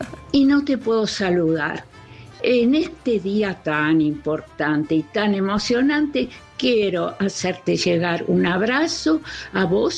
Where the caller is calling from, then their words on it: Buenos Aires, Argentina; de Palermo.